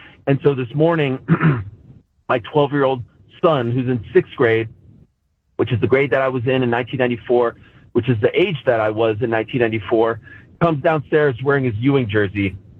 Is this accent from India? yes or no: no; Montreal, Quebec, Canada; moved away; I grew up in Montreal